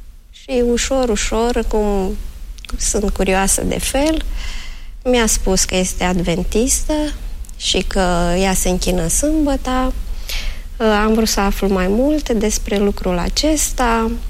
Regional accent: Ciorani, Prahova, Romania; also born or lived in Ploiești; mergea la adunare acolo în sat, în Ciorani, satul meu natal

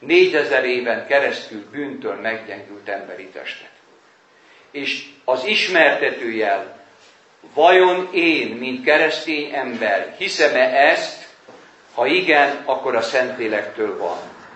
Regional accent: Vojvodina, Serbia; moved away; Odahaza Vajdaságban

